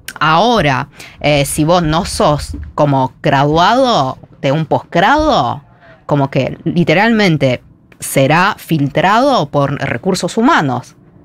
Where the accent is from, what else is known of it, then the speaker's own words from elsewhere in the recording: China; now in Argentina; soy china 100% y como amo a mi país